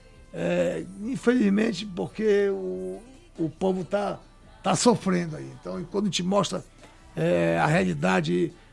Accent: Oriximiná, Pará, Brazil; nós somos fruto do interior, nós somos interiorano, nós somos ribeirinho.

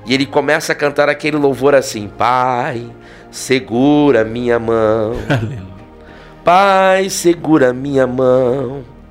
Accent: Rio Grande do Sul, Brazil; born there; moved away as an adult; also born or lived in Florianópolis / Balneário Camboriú / Gaspar / São João Batista; now in Ubatuba, Brazil; Nós somos natural do Rio Grande do Sul. Em outra oportunidade, nós já moramos em Santa Catarina.

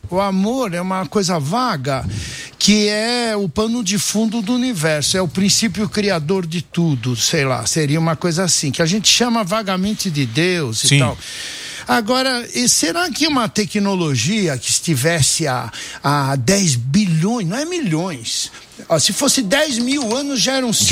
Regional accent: Galicia, Spain; now in Brazil; mas eu sou galego pobre, da beira do Rio Minho.

